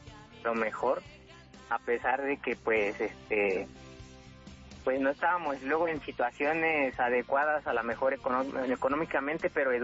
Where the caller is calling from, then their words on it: Mexico City, Mexico; De Iztapalapa.